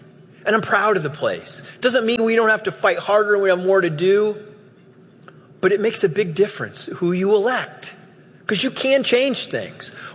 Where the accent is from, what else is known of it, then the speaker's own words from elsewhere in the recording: Dayton, Ohio, United States; I was from Dayton. Dayton was a 613 out of 613 in academic performance.